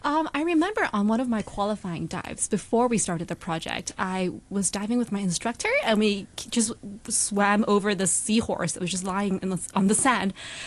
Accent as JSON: {"language": "English", "country": "Hong Kong", "tie": "born or raised there", "said": "I grew up in Hong Kong and I went to school here, but they never really tell you or teach you about the fish that we have here."}